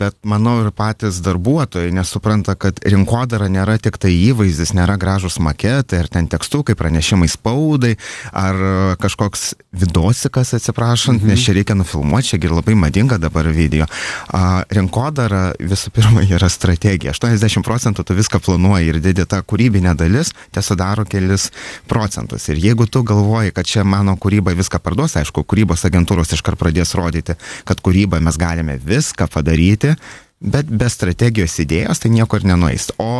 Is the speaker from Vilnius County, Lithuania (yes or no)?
yes; Vilnius, Vilnius County, Lithuania; moved away as an adult; now in Portugal; aš esu vilnietis